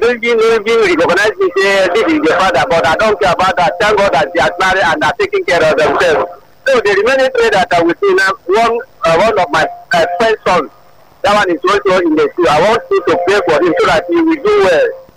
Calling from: Ogun, Nigeria; I'm calling from Ogun State.

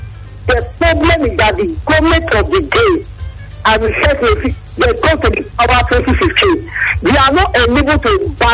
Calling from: Nigeria; from Yellow Quarter.

